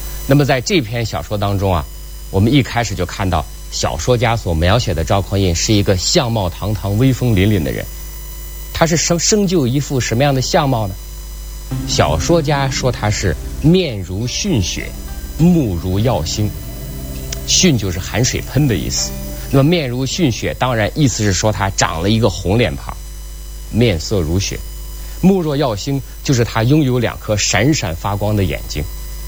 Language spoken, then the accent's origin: Chinese; China; 我们中国人是怎么教育子女的？